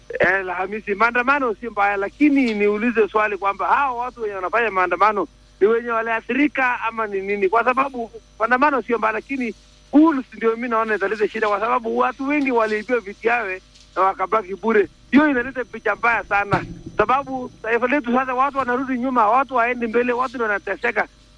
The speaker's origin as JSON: {"language": "Swahili", "country": "Kenya", "tie": "born there", "said": "Sisi tumezaliwa Kenya na tungali tunaishi hii Kenya hii."}